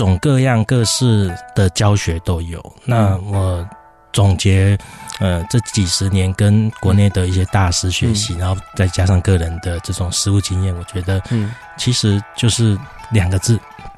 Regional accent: Lukang, Changhua County, Taiwan; 有时候我们来自鹿港，也是算乡下地区的小孩，

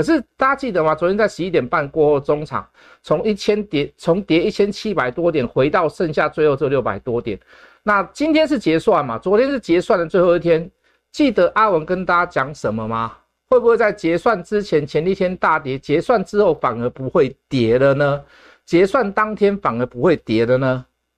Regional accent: Taiwan; 这个韩国人比我们台湾人还不会做股票了

